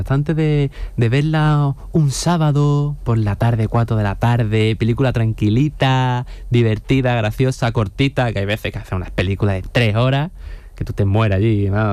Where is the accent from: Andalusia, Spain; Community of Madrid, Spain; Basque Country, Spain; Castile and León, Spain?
Andalusia, Spain; Jerez de la Frontera; Yo soy de Jerez, no soy de Houston